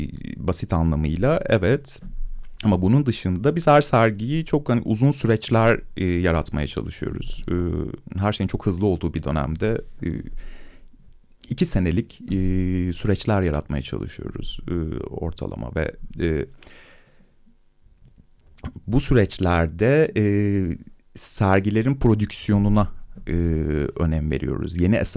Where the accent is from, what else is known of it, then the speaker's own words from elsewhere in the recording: Bursa, Turkey; Evet, ailem Bursalı.